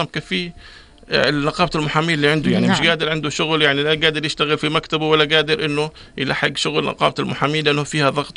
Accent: Jordan; إحنا كمواطنين أردنيين وكحزب أردني

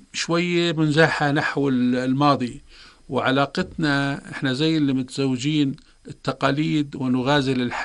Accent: Jordan; احنا في عندنا في الاردن

